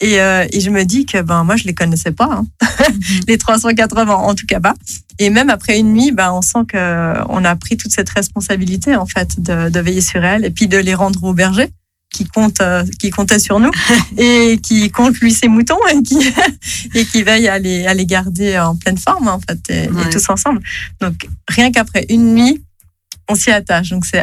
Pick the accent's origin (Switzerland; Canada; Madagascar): Switzerland; Geneva